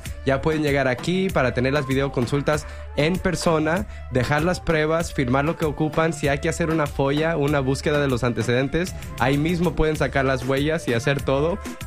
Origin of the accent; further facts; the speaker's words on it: Davis, California, United States; Ya que soy originario de Davis y Sacramen